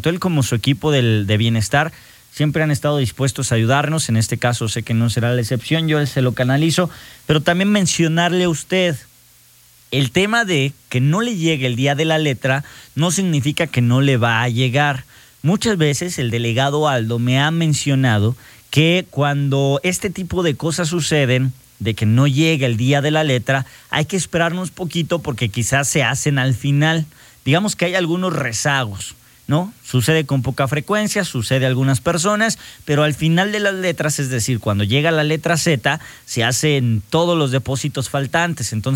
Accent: Ojuelos, Jalisco, Mexico; Y gracias, gracias por querer a mi tierra también. Vivo Ojuelos, Jalisco, cómo no. Y gracias a toda la gente que me escribe, que sabe que soy de allá y que me manda buena vibra.

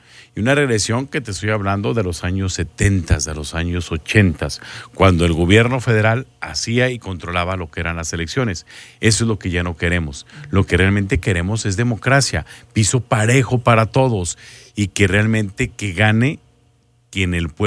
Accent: Mexico; Ya ves cómo somos los mexicanos.

